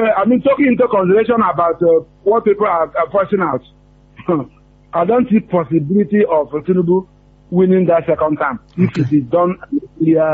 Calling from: Elebu, Nigeria; I'm calling from Elebu.

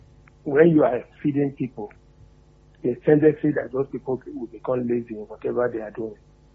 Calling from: Oyo, Nigeria; calling you from Oluguaru.

